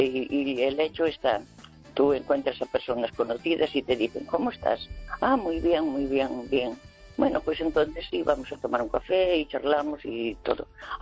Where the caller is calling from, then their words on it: Santiago de Compostela, Galicia, Spain; de Santiago.